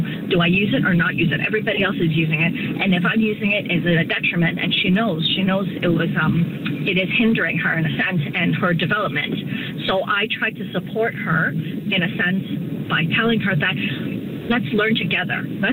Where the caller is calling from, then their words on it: Ontario, Canada; I'm calling from the York region, there's nothing.